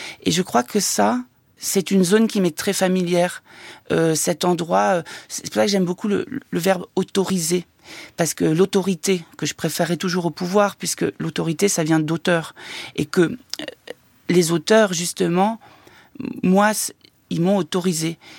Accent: Nouvelle-Aquitaine, France; moved away as an adult; je viens du Limousin

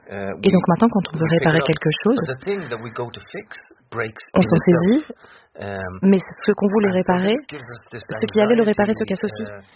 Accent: Ireland; Mais moi, j'ai grandi en Irlande. Qu'est-ce qui a pu se passer en Irlande du Nord?

